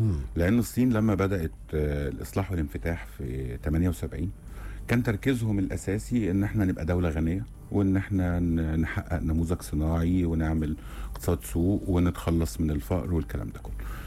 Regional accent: Egypt; إن احنا مصريين

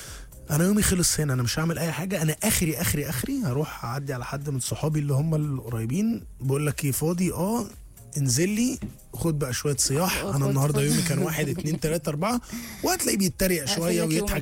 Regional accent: Alexandria, Alexandria Governorate, Egypt; من اسكندريه.

